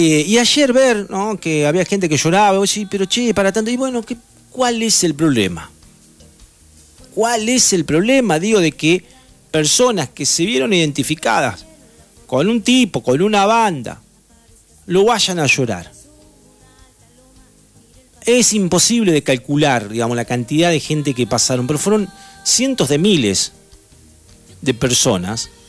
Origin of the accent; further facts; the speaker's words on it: Argentina; somos argentinos